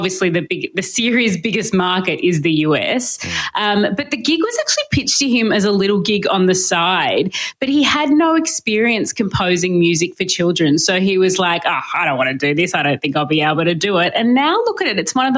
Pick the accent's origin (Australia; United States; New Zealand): Australia; Sydney, New South Wales; also born or lived in Brisbane; I'm from Sydney